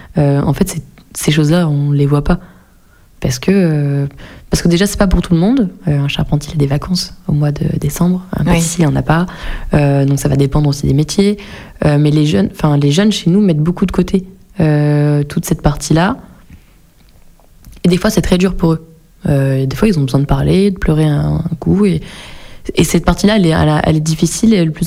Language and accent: French; Lyon, Auvergne-Rhône-Alpes, France; born or raised there; moved away